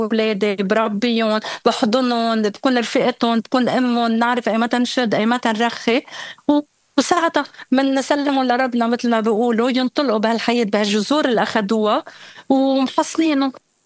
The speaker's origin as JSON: {"language": "Arabic", "country": "Lebanon", "said": "نحن كشعب لبناني بشكل عام شعب قلق، عايشين من حرب لحرب لحرب ما بنخلص"}